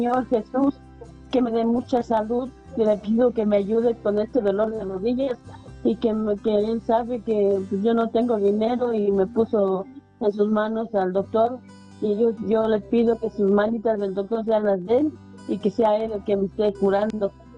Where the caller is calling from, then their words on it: Valle de Bravo, State of Mexico, Mexico; De Valle de Bravo.